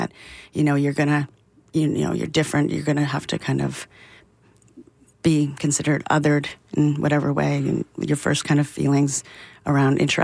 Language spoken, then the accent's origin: English; Alberta, Canada; growing up in Alberta in the 90s and you know, kind of figuring out you're queer